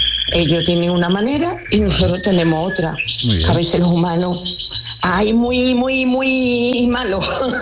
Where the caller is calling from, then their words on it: Dos Hermanas, Andalusia, Spain; de Dos Hermanas. Saludos.